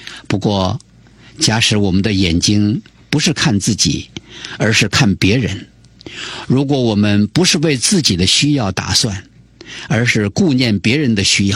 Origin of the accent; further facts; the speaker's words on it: China; 我们中国人所说的吃喝穿用拉撒睡是不是就不重要了呢？